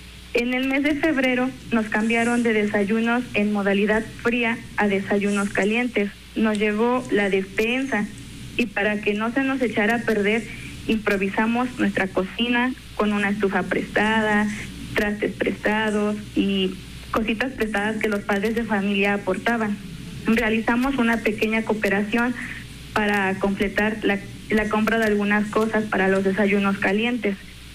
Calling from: Ahuazotepec, Puebla, Mexico; De Aguazotepec, Puebla.

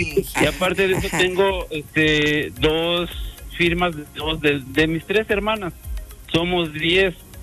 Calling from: San José Chiapa, Puebla, Mexico; Yo soy de San José, Chiapa

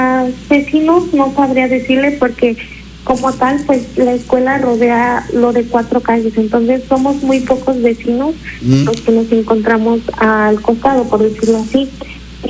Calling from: Santiago Miahuatlán, Puebla, Mexico; Soy de Santiago Miahuatlán, Pueblo.

